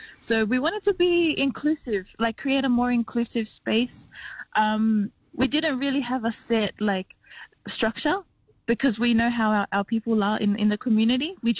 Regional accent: Blacktown, New South Wales, Australia; also born or lived in Auckland, New Zealand; yes, I was born in Auckland in Aotearoa, New Zealand, raised in Western Sydney, predominantly in the Blacktown area. I'm of Samoan heritage, representing the villages of Taufusi and Taputapa'o in Samoa.

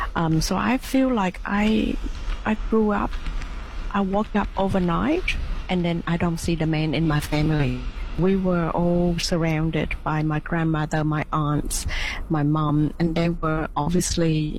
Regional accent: Vietnam; moved away; growing up in Vietnam, somehow I thought and I knew that I have to leave Vietnam.

